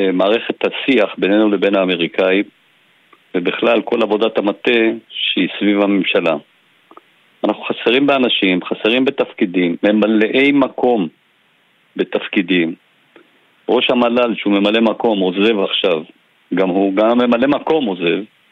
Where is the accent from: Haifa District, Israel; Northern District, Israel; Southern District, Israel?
Northern District, Israel; אני נולדתי וגדלתי בצפון. אני תושב שדה אליעזר